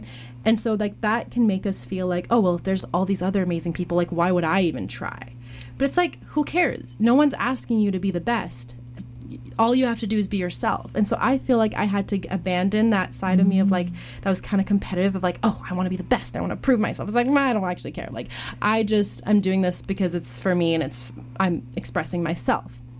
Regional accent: Canada; also born or lived in Belgium; I'm French speaking, but I'm Belgian Canadian.

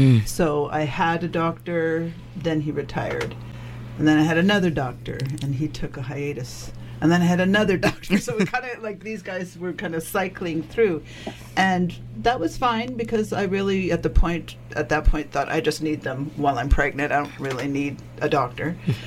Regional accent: Vancouver, British Columbia, Canada; I grew up in East Vancouver, immigrated to Canada when I was a young child

